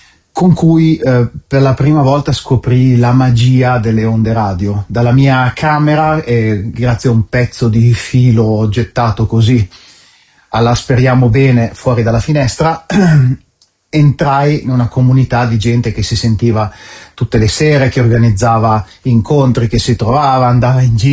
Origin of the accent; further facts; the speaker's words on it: Porto Garibaldi, Emilia-Romagna, Italy; sono nato a Porto Garibaldi, in provincia di Ferrara